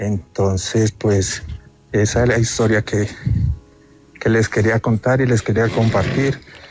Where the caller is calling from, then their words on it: Pereira, Risaralda, Colombia; Me comunico desde acá, desde Pereira, Risaralda